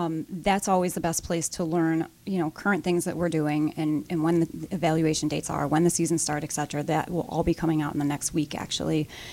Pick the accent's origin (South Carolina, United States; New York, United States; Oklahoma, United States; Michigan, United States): New York, United States; Irondequoit; now in Colorado, United States; growing up in West Irondequoit, that is a very special place to grow up, and it's a community, and our roots run deep there.